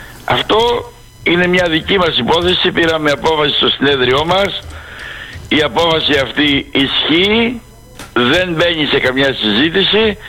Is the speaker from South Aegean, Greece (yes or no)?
no; Zakynthos, Ionian Islands, Greece; Από το οποίο προέρχομαι και εγώ.